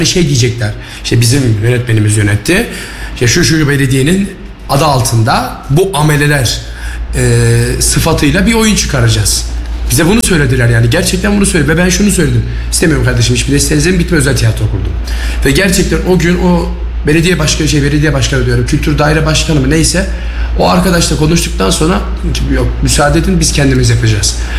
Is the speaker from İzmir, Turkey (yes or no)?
no; Kayseri, Turkey; Yani ben Kayseri'nin evladıyım. Ben burada büyümüşüm. Ben bu okullarda büyümüşüm.